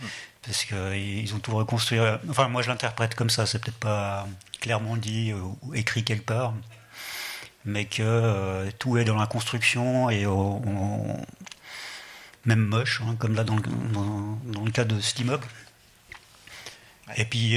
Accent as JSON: {"language": "French", "region": "Zurich", "country": "Switzerland", "tie": "born there", "also_born_or_lived": "Geneva", "first_language": "German", "second_language": "French", "said": "comme moi je suis d'origine allemande, je suis né à Zurich en Suisse, mais on parle à l'allemand."}